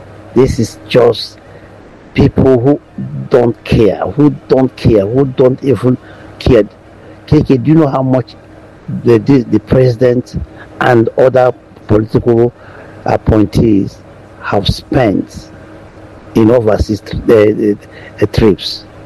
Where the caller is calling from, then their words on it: Germany; Yeah, good morning. … from Germany.